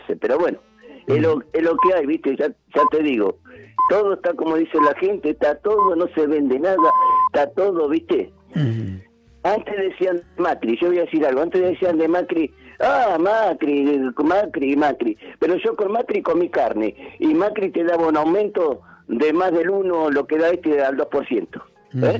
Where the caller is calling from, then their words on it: Berazategui, Buenos Aires Province, Argentina; de Berazategui